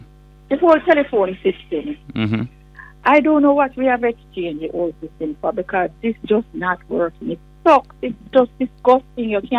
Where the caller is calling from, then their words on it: Jamaica; I'm from Trelange, and I was down here in both Beryl and Melissa.